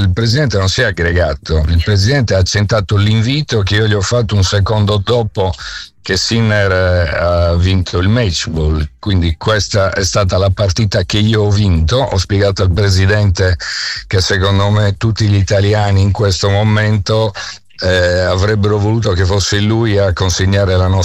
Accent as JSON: {"language": "Italian", "region": "Sardinia", "country": "Italy", "said": "Io però, prima ancora che italiano, sono sardo."}